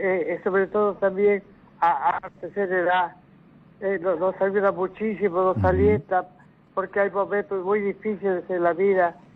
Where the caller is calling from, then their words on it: Lima, Peru; Le llamo de San Felipe